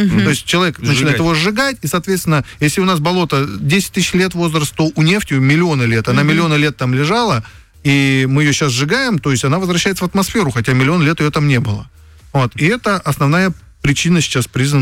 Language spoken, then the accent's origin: Russian; Novoagansk, Khanty-Mansi Autonomous Okrug, Russia; also born or lived in Netherlands; мы в детстве в Новоганске, в Нижнеярском районе родился и жил.